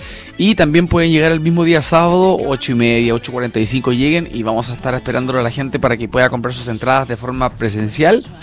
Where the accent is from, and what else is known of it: Osorno, Los Lagos, Chile